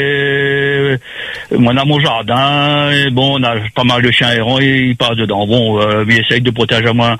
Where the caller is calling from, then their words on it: Saint-Louis, Réunion; je vous appelle de Saint-Louis